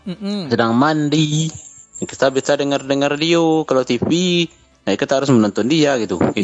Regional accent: Pariaman, West Sumatra, Indonesia; now in Agam Regency, Indonesia; saya ini kan aslinya Pariaman. Karena saya ini berdomisili di Kabupaten Agam, di balik Gunung Letterway

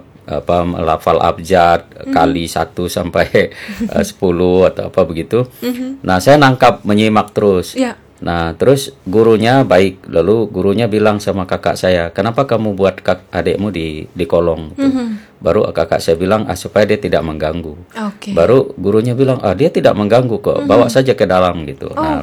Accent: Kalimantan, Indonesia; saya lahir dari keluarga yang sangat miskin di pedalaman Kalimantan.

